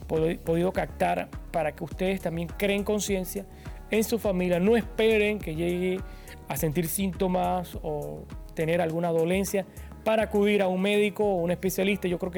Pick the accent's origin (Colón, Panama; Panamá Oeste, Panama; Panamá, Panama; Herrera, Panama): Herrera, Panama; Chitré; Yo que soy de Chitré, sé que allá el sol no para, no tiene clemencia